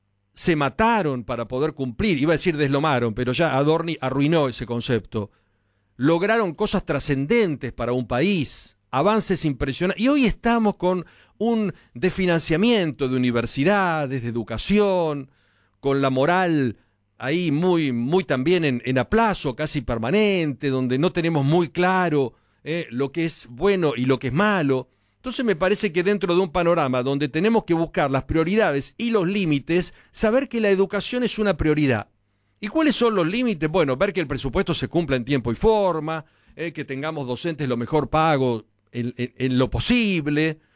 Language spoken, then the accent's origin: Spanish; Argentina; Hoy somos argentinos